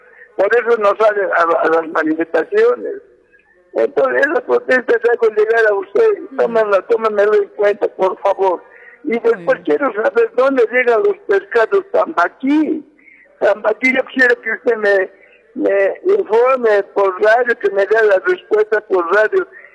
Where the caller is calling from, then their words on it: La Paz, Bolivia; yo vivo en Villa Fátima, zona del cementerio